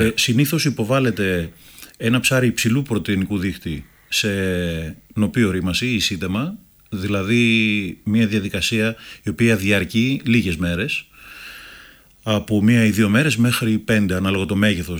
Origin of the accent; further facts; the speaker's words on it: Greece; Αυτά τα οποία και εμείς σαν Έλληνες θεωρούμε ψάρια